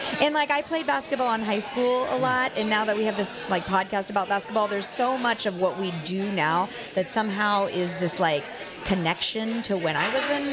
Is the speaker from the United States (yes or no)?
yes; California, United States; Okay, so my family is French, but I'm Californian too